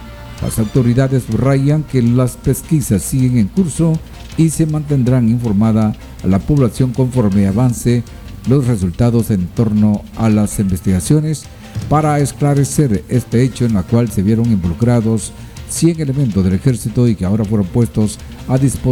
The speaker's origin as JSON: {"language": "Spanish", "country": "Guatemala", "said": "como guatemaltecos, como maestros o profesionales o residentes en este territorio de la zona norte del país"}